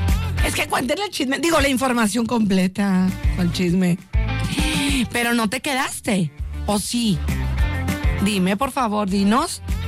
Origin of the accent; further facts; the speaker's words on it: Monterrey, Nuevo León, Mexico; ¡Somos orgullosos los regios!